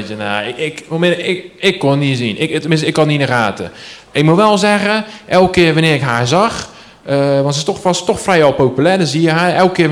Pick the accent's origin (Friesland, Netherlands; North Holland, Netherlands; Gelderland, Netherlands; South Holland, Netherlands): South Holland, Netherlands; IJsselmonde; Ik kom uit IJsselmonde. Hier is hier vandaan. Om het hoekje. Ik ben opgegroeid daar.